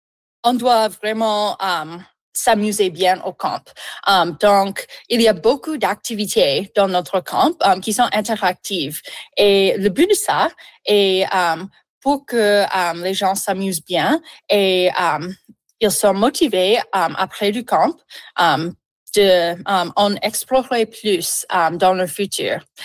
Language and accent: French; Woodville, Nova Scotia, Canada; moved away; J'ai grandi dans un milieu rural. J'ai grandi à Nouvelle-Écosse, dans une petite ville qui s'appelle Woodville.